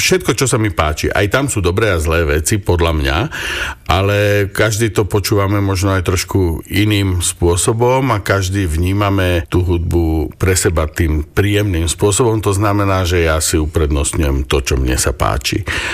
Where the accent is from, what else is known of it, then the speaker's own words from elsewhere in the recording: Bratislava, Bratislava Region, Slovakia; Áno, som rodák z Bratislavy. Mám k tomuto mestu naozaj, by som povedal, aj citový vzťah.